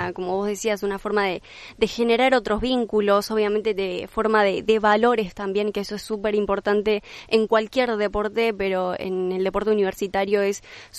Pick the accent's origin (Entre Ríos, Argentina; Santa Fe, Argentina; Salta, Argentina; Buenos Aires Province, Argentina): Entre Ríos, Argentina; Cerrito; Yo soy de Cerrito